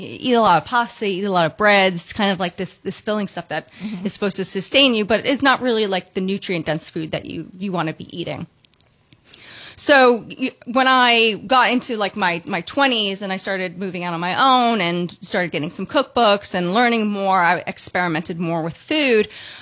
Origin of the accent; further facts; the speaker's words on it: Long Island, New York, United States; I grew up on Long Island.